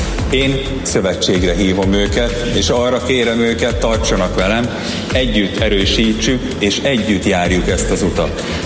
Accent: Salgótarján, Nógrád, Hungary; born there; Én Salgótarjánban születtem, és a gyermekeim már a hatodik generációk, akik eképpen tesznek. Szorosan kötődünk a városhoz, szeretjük azt.

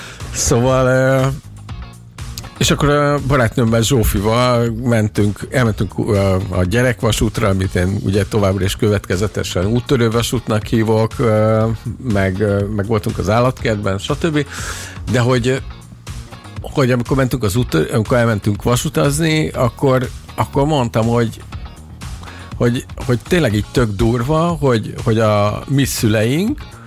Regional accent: Budapest, Hungary; Szóval én ott nőttem fel abba a környezetbe, egy ilyen eléggé polgári környezet.

